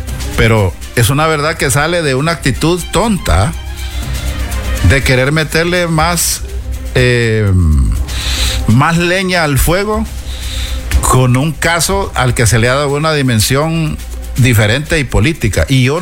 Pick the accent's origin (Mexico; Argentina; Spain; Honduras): Honduras; no es que todos los hondureños nos fuimos para allá. Hay gente que no nos movíamos porque no teníamos plata